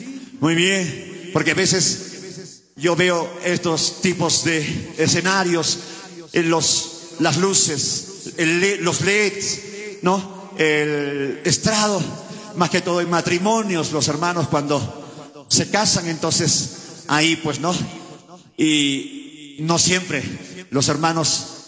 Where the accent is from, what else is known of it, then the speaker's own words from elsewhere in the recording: Puno, Peru; Ahora quedamos los hermanos, hermanas que somos de Juli o de Ilave, ¿verdad? De Puno.